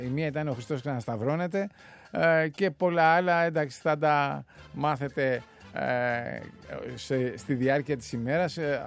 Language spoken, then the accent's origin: Greek; Central Macedonia, Greece; Πάνε που λένε Θεσσαλονίκη, γιατί έρχομαι από Χαλκιδική και έχω πάρει και το αξάν, έτσι.